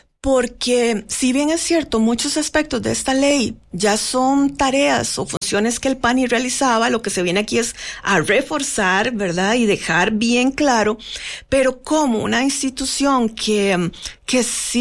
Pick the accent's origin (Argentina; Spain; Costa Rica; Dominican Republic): Costa Rica